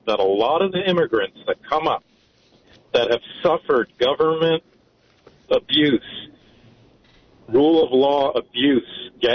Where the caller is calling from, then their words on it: California, United States; Hi, Dean. … from SoCal.